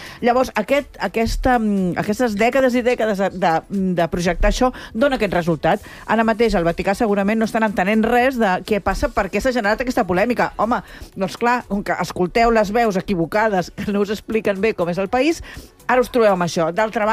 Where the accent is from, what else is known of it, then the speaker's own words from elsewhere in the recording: Barcelona, Catalonia, Spain; tots els que som barcelonins